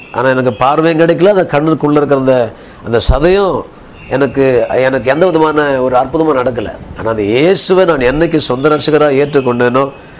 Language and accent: Tamil; Gummidipoondi, Tamil Nadu, India; நான் பிறந்து வளர்ந்ததெல்லாம் குமிடி பூண்டி தான், ஒரு சின்ன ஒரு வில்லேஜ், ஒரு அது பேர் வெட்டு காலனி.